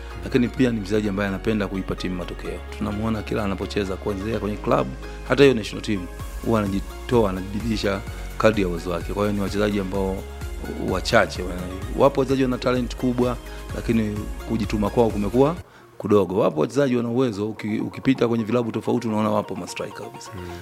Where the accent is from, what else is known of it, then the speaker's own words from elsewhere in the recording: Tanzania; Mimi kwangu kwanza kama Mtanzania